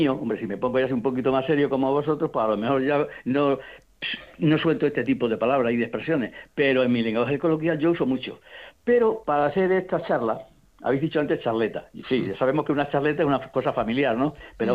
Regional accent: Extremadura, Spain; yo soy de la Siberia.

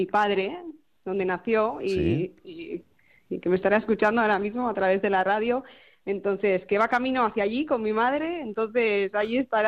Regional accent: Deba, Basque Country, Spain; now in Azkoitia, Spain; yo soy de un pueblo costero de Guipúzcoa, de Deva, pero bueno, pues actualmente vivo en Azcoitia porque mi compañero con el que voy a viajar, con mi pareja, es de Azcoitia.

